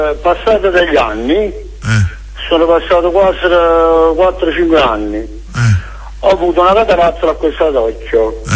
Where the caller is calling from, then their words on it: Naples, Campania, Italy; io sono di Napoli.